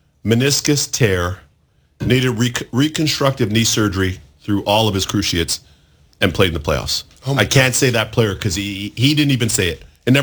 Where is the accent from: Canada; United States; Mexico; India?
Canada; Toronto, Ontario; growing up in Toronto, it's the biggest minor hockey, youth hockey scene in the world